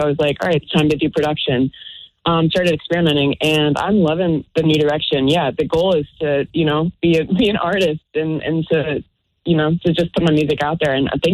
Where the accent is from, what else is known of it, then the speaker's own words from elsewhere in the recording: Vermont, United States; now in Nashville, United States; Yeah, I'm from Vermont. Yeah, I moved to Nashville last year to.